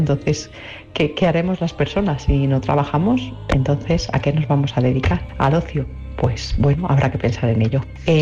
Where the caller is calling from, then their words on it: Colmenar Viejo, Community of Madrid, Spain; de Colmenar Viejo, en Madrid.